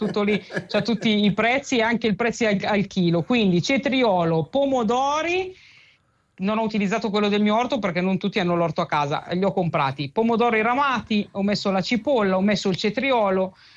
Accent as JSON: {"language": "Italian", "region": "Tuscany", "country": "Italy", "said": "io Toscana, amo la tradizione"}